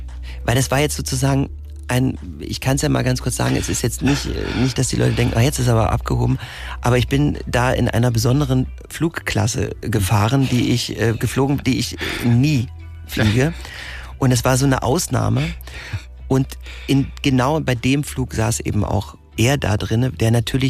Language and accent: German; Magdeburg, Saxony-Anhalt, Germany; ich bin auch aus Magdeburg.